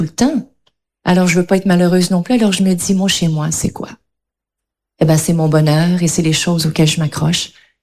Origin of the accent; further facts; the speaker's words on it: Quebec, Canada; moved away as an adult; ce sera toujours l'endroit où j'ai grandi, au Québec